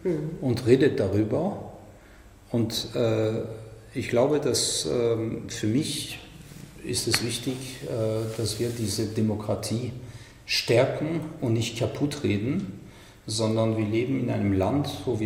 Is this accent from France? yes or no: yes; France; Ich komme aus Frankreich.